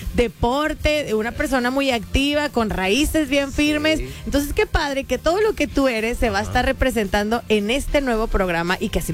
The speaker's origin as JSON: {"language": "Spanish", "region": "Coahuila", "country": "Mexico", "tie": "born there", "moved": "as an adult", "said": "Nací en Coahuila."}